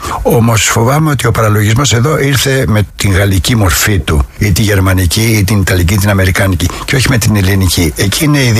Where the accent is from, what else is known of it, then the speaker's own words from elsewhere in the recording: Greece; Νομίζω ότι η περίοδος της κατοχής με έμαθε να αγαπάω πάρα πολύ την πατρίδα μου. Μια πατρίδα που ήταν σκλαβωμένη, που ζούσε κάτω από τη γερμανική μπότα